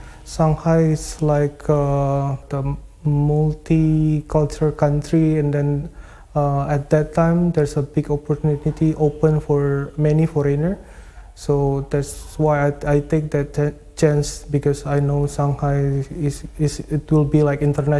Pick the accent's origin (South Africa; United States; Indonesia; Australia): Indonesia; I'm from Indonesia.